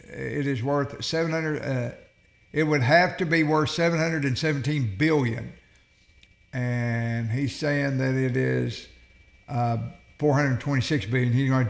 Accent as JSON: {"language": "English", "town": "Fish Trap", "region": "Tennessee", "country": "United States", "tie": "born or raised there", "said": "On Battle Creek. I grew up out on Fish Trap."}